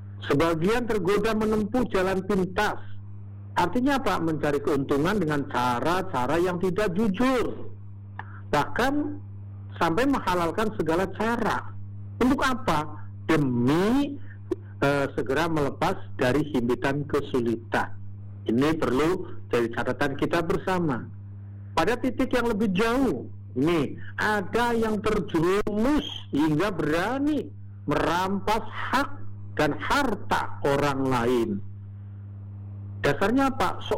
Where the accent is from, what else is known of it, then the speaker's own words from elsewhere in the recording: Java, Indonesia; kalau kita orang Jawa sering dikenalnya dengan bulan Maulud.